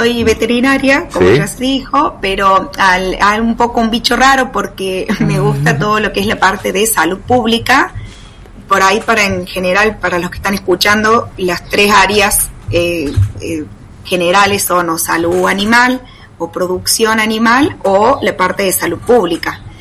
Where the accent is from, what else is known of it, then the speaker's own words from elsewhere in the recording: Alta Gracia, Córdoba, Argentina; moved away as an adult; also born or lived in Esperanza; soy de Altagracia, de Córdoba, y bueno, estudié en Esperanza